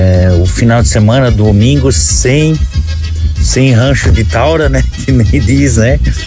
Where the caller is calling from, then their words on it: Blumenau, Santa Catarina, Brazil; Eu estou com a minha mãe aqui na Vila Itopava Rega